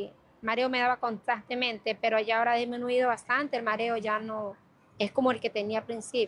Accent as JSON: {"language": "Spanish", "town": "Salitre", "region": "Guayas", "country": "Ecuador", "said": "yo soy de Salitre, a veces no tenía para el pasaje para ir a Salitre"}